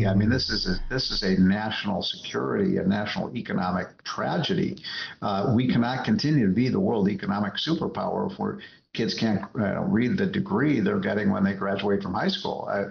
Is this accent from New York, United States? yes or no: no; Chicago, Illinois, United States; I'm from Chicago.